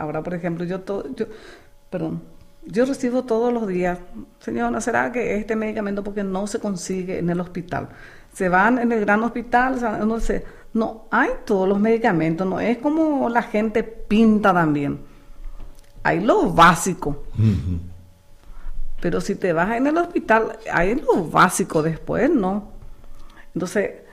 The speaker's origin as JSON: {"language": "Spanish", "country": "Paraguay", "said": "Yo estoy luego viviendo ahí cerca del puente. Yo soy de Ciudad Nueva."}